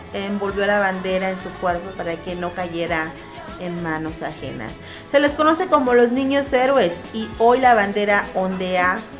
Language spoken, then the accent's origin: Spanish; Mexico